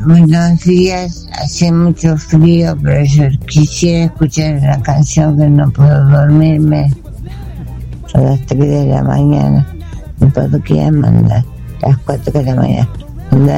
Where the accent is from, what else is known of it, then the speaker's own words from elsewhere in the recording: Córdoba, Argentina; Yo le pedí un montón de veces y no me pasa. Soy de Córdoba.